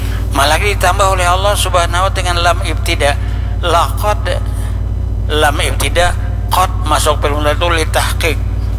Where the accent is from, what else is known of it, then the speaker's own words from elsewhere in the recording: South Kalimantan, Indonesia; Ya bahasa kita orang Banjar, paharatnya tuh bang deh.